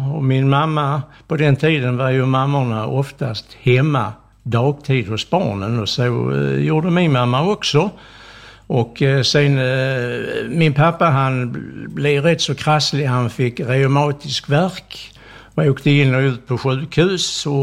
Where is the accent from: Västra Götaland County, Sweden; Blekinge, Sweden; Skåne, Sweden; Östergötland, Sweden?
Skåne, Sweden; Malmö; now in Staffanstorp, Sweden; jag växte upp i ett litet mysigt samhälle i utkanten av Malmö som hette Valdemarsro. Där vi bodde grannar med Bulltofta flygfält på den tiden. Och nu pratar jag om i början på 50-talet.